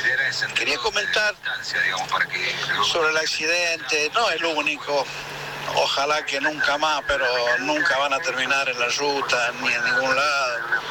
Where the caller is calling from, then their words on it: Caucete, San Juan, Argentina; Yo vivo en Caucete, mira, ahí por el centro